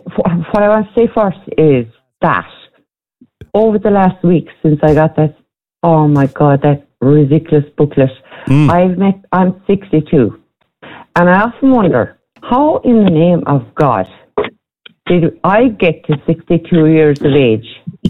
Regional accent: County Kerry, Ireland; I grew up in County Kerry.

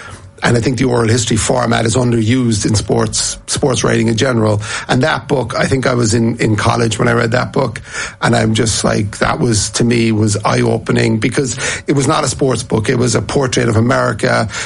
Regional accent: Cork, Munster, Ireland; born there

